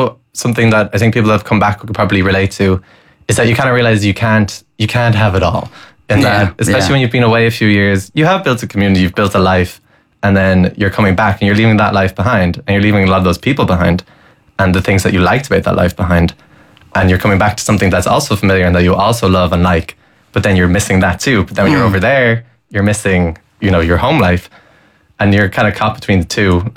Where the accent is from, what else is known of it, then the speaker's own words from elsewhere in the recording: Ireland; It's not about me being ungrateful about being Irish, because it's quite the opposite. But I want to see this country do better